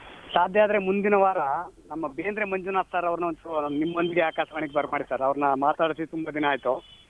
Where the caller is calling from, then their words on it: Karnataka, India; ನಾನು ನಂಜೂರಿಂದ